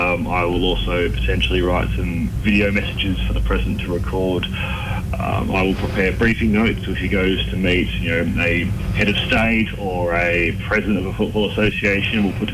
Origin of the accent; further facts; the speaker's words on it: Doubtful Creek, New South Wales, Australia; now in Summer Hill, Australia; I grew up on a farm called Integrity Farms. It's based in Doubtful Creek, which is between two towns called Kyogle and Casino.